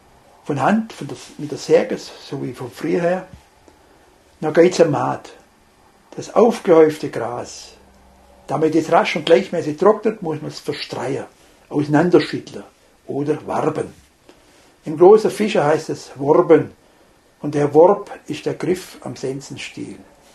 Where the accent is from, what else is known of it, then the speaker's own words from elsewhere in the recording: Swabia, Germany; accent: Swabian; Wieder ein Beispiel, dass mir im Schwäbischen eben richtig liege. Und unser Dialekt, das eigentliche Sprachgedächtnis ist.